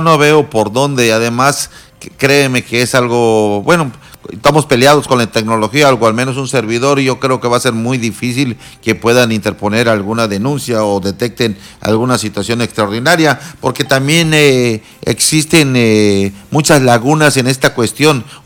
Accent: Mexico; Sí soy mexicano

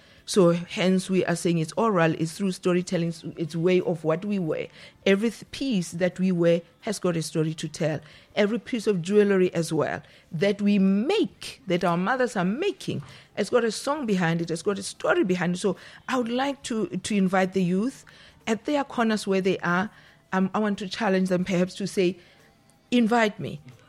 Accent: Lesotho; now in Guyana; from Southern Africa part. I am Mosotho, I speak Sesotho. I am from the Batlogwa Nation.

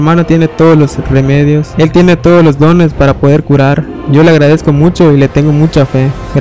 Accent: Mexico; vengo de Morelos, José María Morelos.

